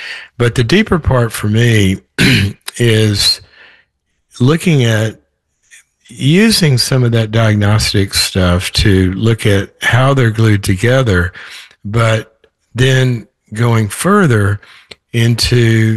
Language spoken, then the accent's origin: English; the South, United States; also born or lived in Los Angeles; You know, I'm from the South, so I lived in L.A. forever, and coming back here is sort of like coming home in a way.